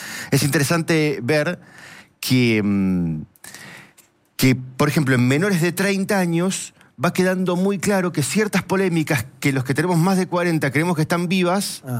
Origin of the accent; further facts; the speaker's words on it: Argentina; Esos somos los argentinos.